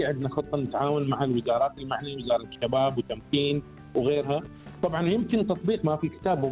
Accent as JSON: {"language": "Arabic", "country": "Bahrain", "said": "وإحنا كبحرينيين"}